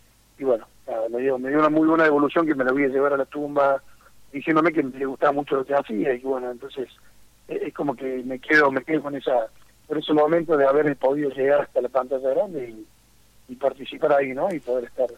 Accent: Río Tercero, Córdoba, Argentina; en esta ciudad, sobre todo, que tanto quiero, en la que soy nativo

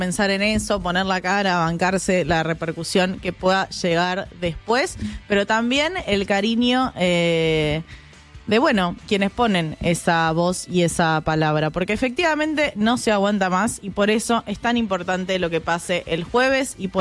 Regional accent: Argentina; nosotros como argentinos

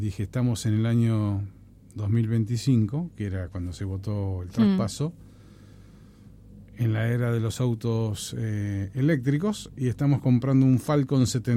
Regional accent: Tierra del Fuego, Argentina; soy fueguino y porque me interesa que a Tierra del Fuego le vaya bien.

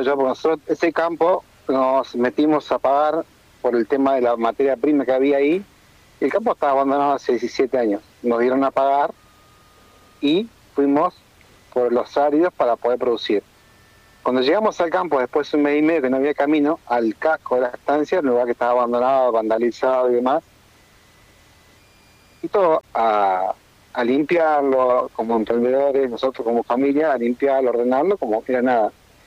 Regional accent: Comodoro Rivadavia, Chubut, Argentina; born there; El barrio donde yo nací, barrio La Pría

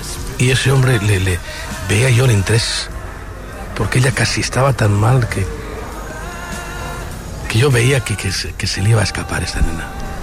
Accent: Catalonia, Spain

